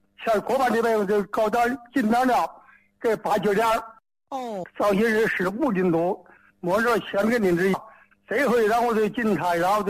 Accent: Xiaogan, Hubei, China; 我是孝感毛城镇，是红海城。

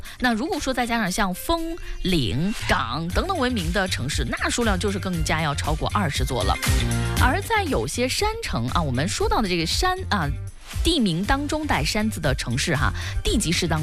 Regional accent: China; 我们中国人

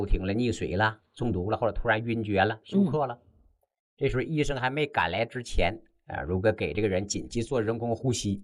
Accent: China; 这可是完全出自于我们中国人自己老祖宗的智慧啊

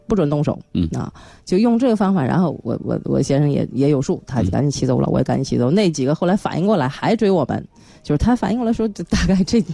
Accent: Beijing, China; accent: Beijing accent (京腔); also born or lived in Yangzhou; 我在扬州嘛，但是我的父亲这边是北京人，所以我有一口京腔，一口京腔

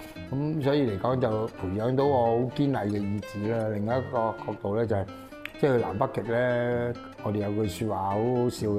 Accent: Hong Kong; 我哋香港

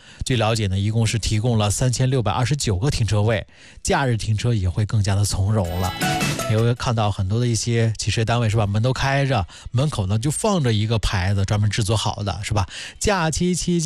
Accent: Handan, Hebei, China; 同样的，像我的老家邯郸啊，你像邯郸市区的丛台、寒山了、复兴了，包括经开区，还有像周边的县市，像武安了、涉县了、永年了

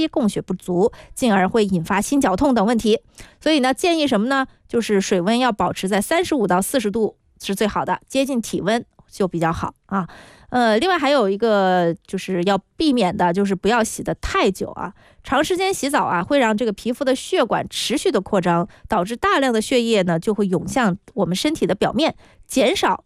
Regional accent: Guangdong, China; 咱们广东人这个应该是不太可能

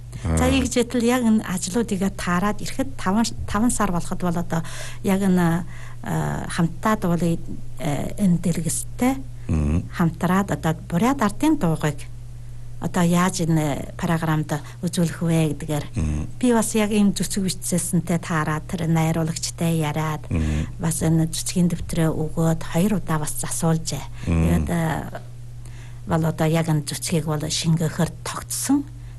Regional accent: Inner Mongolia, China; манай нутгийн өвөр Монголын

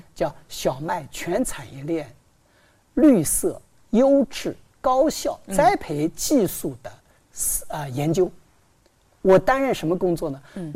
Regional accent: Zhejiang, China; 我浙江的。

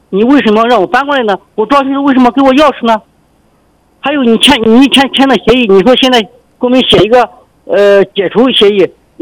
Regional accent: Anhui, China; now in Xinjiang, China; 因为我们老家安徽的，跑了几千公里到这里到新疆来做生意，我没听说过你会停电。

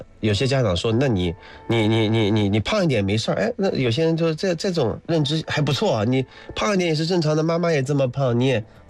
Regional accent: Hangzhou, Zhejiang, China

